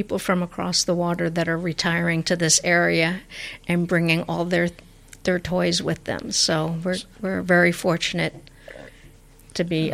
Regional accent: New York, United States; I'm from New York.

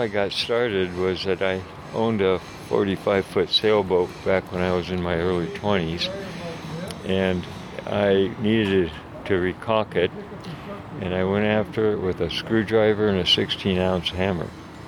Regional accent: Bellingham, Washington, United States; also born or lived in Port Townsend / Skagit County / Guemes Island; I moved up into Skagit County, back closer to, I grew up in Bellingham, I moved back closer there.

